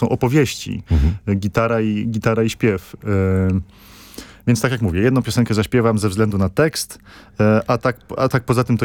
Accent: Colombia; moved away; wychowałem się w Kolumbii, mam połączenie konkretne, namacalne z tamtym kontynentem, takie osobiste.

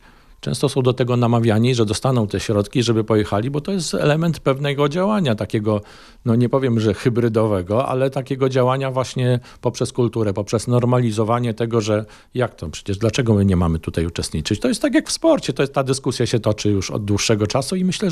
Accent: Przemyśl, Subcarpathian Voivodeship, Poland; Natomiast ja pochodzę z Przemyśla. Miasta bardzo blisko umiejscowionego od ukraińskiej granicy. To jest 14 kilometrów od centrum miasta do granicy.

